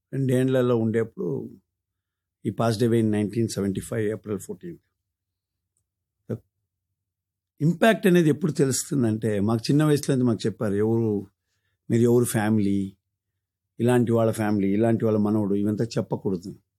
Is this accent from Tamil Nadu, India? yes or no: yes; Chennai, Tamil Nadu, India; moved away as an adult; also born or lived in Delhi / Neyveli; now in Bangalore, India; నేను వచ్చేసి పుట్టింది ఢిల్లీలో, పెరిగింది అంతా చెన్నై. చెన్నైలో టిపికల్ ప్లేస్ కాల్ నైవేలి, ఎన్ఎల్సీలో ఉంటుంది. మళ్ళీ we came back to Chennai city. So basic education up to college Chennai Madras